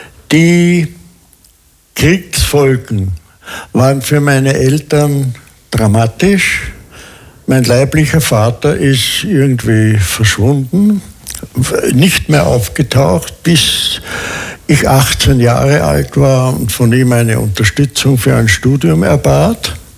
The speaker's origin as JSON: {"language": "German", "town": "Hallstatt", "region": "Upper Austria", "country": "Austria", "tie": "born or raised there", "also_born_or_lived": "Vienna", "said": "Und so bin ich in Hallstatt aufgewachsen"}